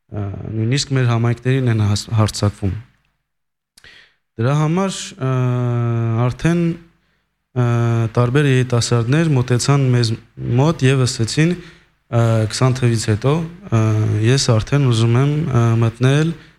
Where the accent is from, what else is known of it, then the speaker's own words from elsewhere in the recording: Lyon, Auvergne-Rhône-Alpes, France; ես Լյոնից եմ, Լյոնից մի կես ժամ կամ մի քաղաք Վիեն